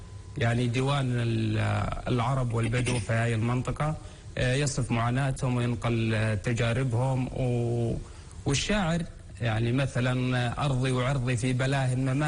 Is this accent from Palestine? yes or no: yes; Palestine; accent: Bedouin dialect; إحنا كشعب فلسطيني خاصة الشريحة البدوية